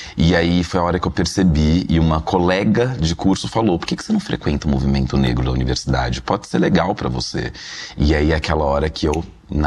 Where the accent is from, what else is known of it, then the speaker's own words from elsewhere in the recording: São Paulo, Brazil; eu cresci no Jabaquara, periferia da Zona Sul de São Paulo, na rua Charles Darwin